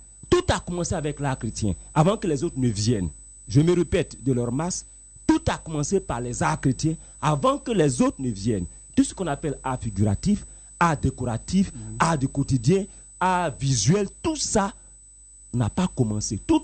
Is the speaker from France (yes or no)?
no; Côte d’Ivoire; Moi, ici, africain, je suis ivoirien.